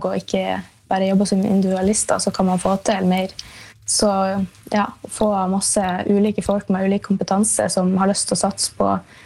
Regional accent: Meløy, Nordland, Norway; Og så fant jeg ut at det er jo hjemplassen min jeg vil være. Så da tenkte jeg kanskje man måtte ta steget og lage sin egen jobb da, og hva er bedre å markedsføre enn faktisk Meløy.

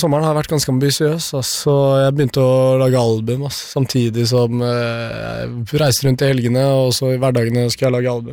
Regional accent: Albania; Jeg er jo albaner, så jeg har jo noe av det der hammerspikeren i meg, liksom.

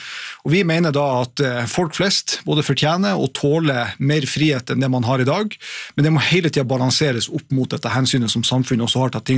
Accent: Harstad, Troms, Norway; sånn som det i min hjemby Harstad, der det en bensinstasjon

